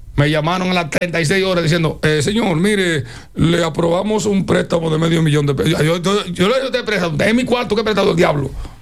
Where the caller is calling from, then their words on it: San Juan, Puerto Rico; yo soy de San Juan